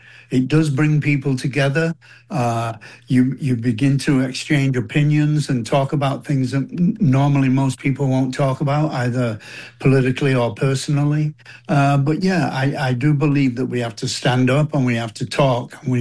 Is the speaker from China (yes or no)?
no; England, United Kingdom; moved away as an adult; now in United States; And even though I'm English, as you said, I have been an American citizen for about 50 years.